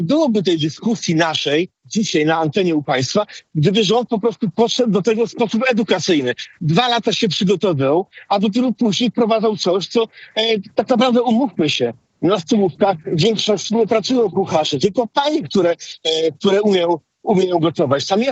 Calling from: Pomeranian Voivodeship, Poland; W mojej wsi, gdzie mieszkam pod Gdańskiem

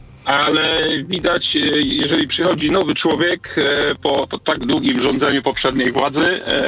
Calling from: Śrem, Greater Poland Voivodeship, Poland; Dzwonię ze Śremu. To jest takie miasto 30-paratysięczne pod Poznaniem.

